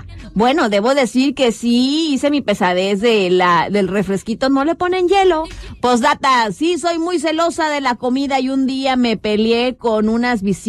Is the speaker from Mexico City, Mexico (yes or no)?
no; Yucatán, Mexico; los yucatecos cuando vamos a otro lugar